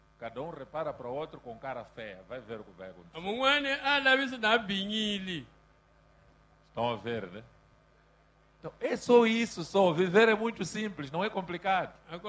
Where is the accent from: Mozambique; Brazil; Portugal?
Mozambique; now in South Africa; Nós, como moçambicanos, Somos um povo de paz. Somos conhecidos como um povo humilde. Um povo acolhedor. Um povo trabalhador.